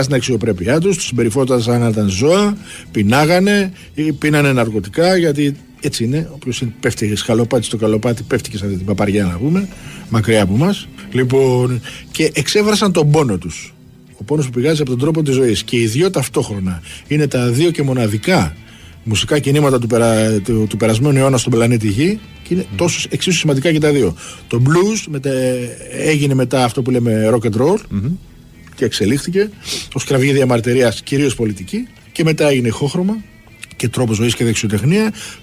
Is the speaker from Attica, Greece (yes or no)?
yes; Piraeus, Attica, Greece; born there; Η καταγωγή μου είναι από τη Σκιάθο. Γεννημένος εδώ στο Πασαλιμάνι, αλλά η καταγωγή είναι από τη Σκιάθο.